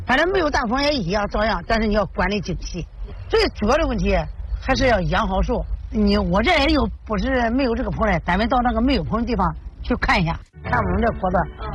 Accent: Anhui, China; 晚是咱们是安徽的这个叫晚。它适合我们这个淮北地区。

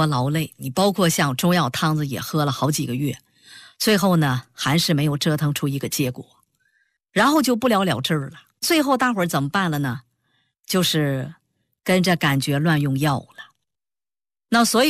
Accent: China; 中医呢是我们中国人的根。

